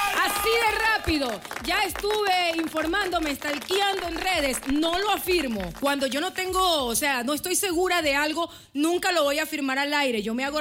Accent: Ecuador; yo no soy argentina, boludo, yo soy ecuatoriana

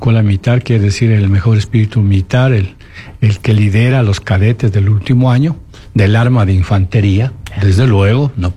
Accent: Quito, Pichincha, Ecuador; born there; also born or lived in Ambato, Ecuador; Emigramos, yo pequeño, a Quito, y el Quito de antes, el Quito de 1961, porque ya mi hermana menor nace en Quito, entonces el centro de Quito. Vivíamos por ahí, por el Tejar, después por la América, y al final terminamos por el antiguo.

